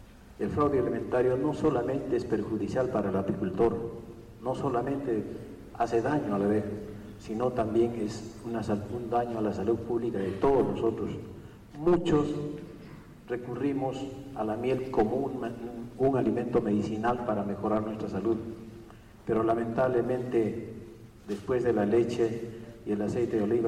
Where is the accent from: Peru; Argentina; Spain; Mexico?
Peru; yo vengo del Perú